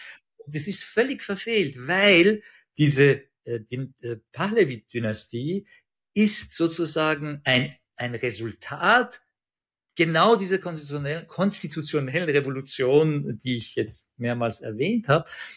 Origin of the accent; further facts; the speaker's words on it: Graz, Styria, Austria; born there; also born or lived in Tehran, Iran